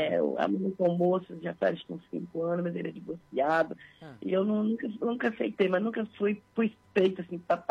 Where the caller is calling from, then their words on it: Botucatu, São Paulo, Brazil; eu falo aqui de Botucatu, do interior de São Paulo.